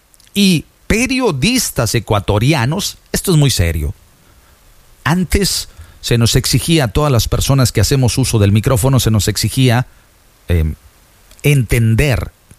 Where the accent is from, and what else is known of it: Mexico